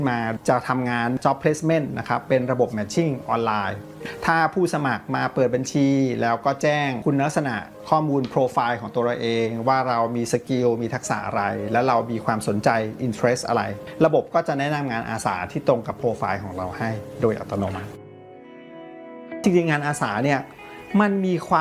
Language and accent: Thai; Bangkok, Thailand; born or raised there